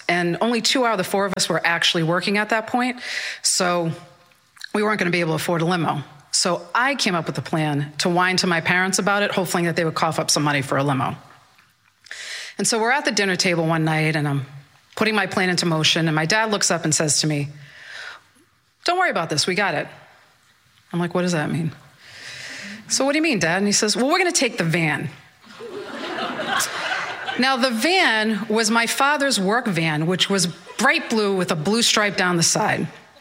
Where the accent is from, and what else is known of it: Malden, Massachusetts, United States